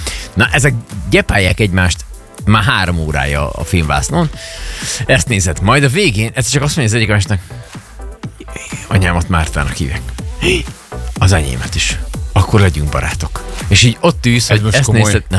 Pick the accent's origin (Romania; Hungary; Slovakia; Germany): Hungary; mi magyarok vagyunk